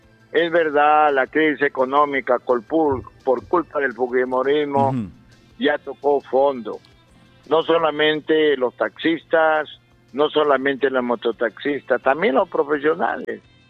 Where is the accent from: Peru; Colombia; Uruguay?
Peru; porque todos somos peruanos.